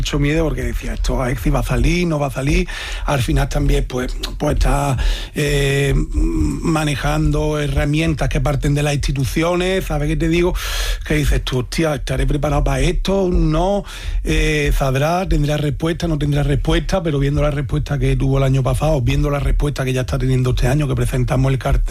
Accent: Algodonales, Andalusia, Spain; born there; Sí, es mi pueblo, es donde yo nací. Algodonales, pasa. Está la Sierra de Cádiz

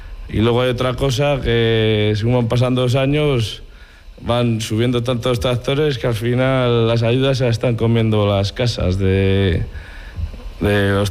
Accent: Villanueva de San Mancio, Castile and León, Spain; soy de aquí de Viana Salmancio, soy agricultor y ganadero

